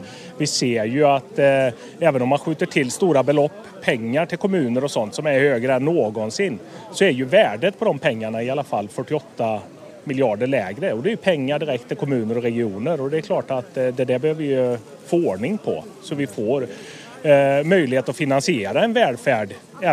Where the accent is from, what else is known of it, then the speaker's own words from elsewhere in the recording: Sweden; Jag är uppvuxen ute i Kinnarslutarp, men jag har bott i samhället.